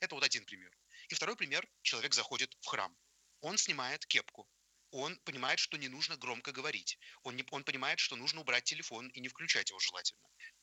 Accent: Saint Petersburg, Russia; Ну, я из Петербурга

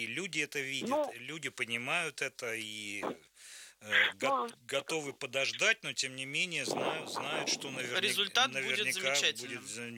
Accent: Aleksinsky District, Tula Oblast, Russia; moved away; я тоже все детство провел в Алексинском районе

